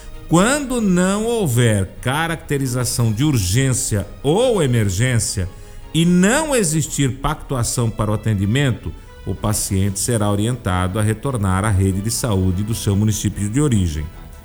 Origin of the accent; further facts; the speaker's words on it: Bariri, São Paulo, Brazil; eu sou de Bariri, tá? Eu tenho residência aqui em Jaú. Eu trabalho em Jaú. Moro em Bariri